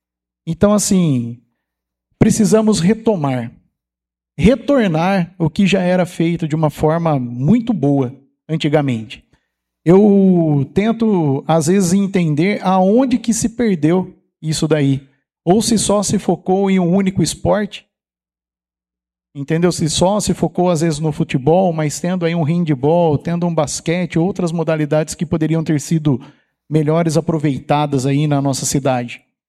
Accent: São Paulo, Brazil; Eu sou do Versalhes

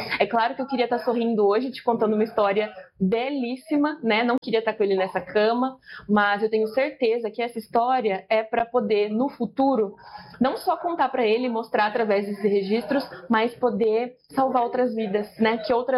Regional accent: Lins, São Paulo, Brazil; Nós somos da cidade de Lins. Lins é 1h30 daqui

